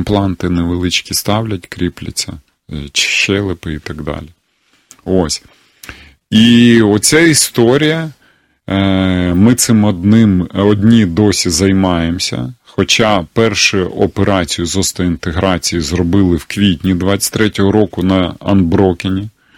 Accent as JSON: {"language": "Ukrainian", "region": "Kyiv", "country": "Ukraine", "said": "Ось, а я сам з Києва, чому в Києві нема?"}